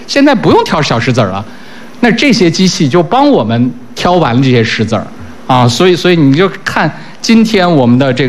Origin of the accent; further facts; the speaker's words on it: China; 最终我们要把我们中国人的饭碗牢牢地端在我们中国人自己的手里